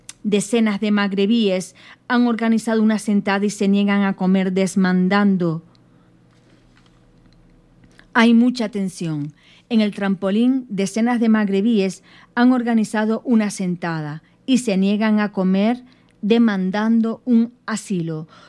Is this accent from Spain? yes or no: yes; Lanzarote, Canary Islands, Spain